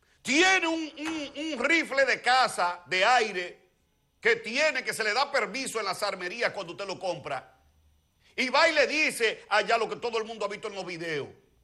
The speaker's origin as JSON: {"language": "Spanish", "country": "Dominican Republic", "said": "Coño, nos estamos jodiendo nosotros mismos como dominicanos."}